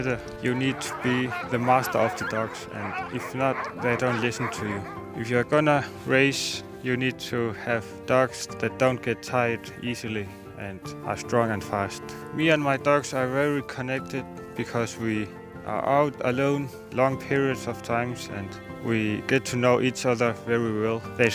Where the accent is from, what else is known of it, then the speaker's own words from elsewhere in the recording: Sisimiut, Qeqqata, Greenland; it's here in my hometown, Sisimiut.